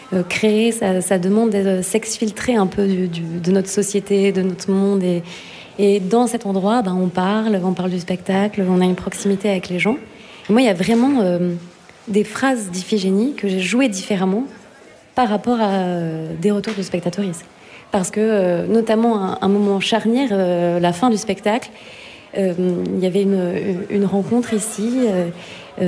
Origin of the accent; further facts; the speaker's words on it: France; accent: French; C'est la première fois que je dois le dire avec mon super accent français.